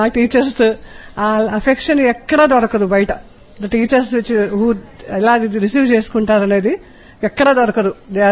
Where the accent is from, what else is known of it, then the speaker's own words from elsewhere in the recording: Hyderabad, Telangana, India; నేను హైదరాబాద్ నుండి వచ్చాను. నేను 1995-1998 ఇక్కడ చదివాను.